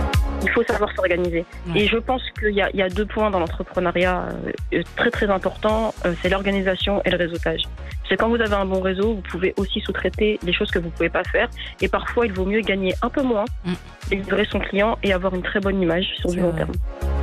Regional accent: France; je suis née et j'ai grandi en France.

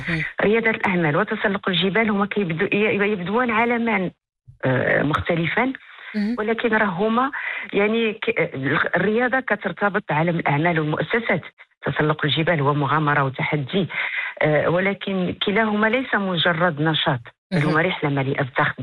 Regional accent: Morocco; لأنه إحنا كان حاضروا من مناطق جنوبية، فكان دائما في الصغر ديالنا كانوا العطل الصيفية كان مشيوا كان لعبوا في تحت الجبال أنا والإخوان.

